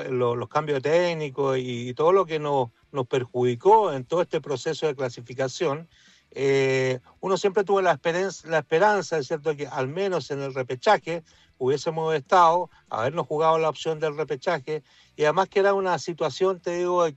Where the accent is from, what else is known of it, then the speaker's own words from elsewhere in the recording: Chile; moved away; al menos como chileno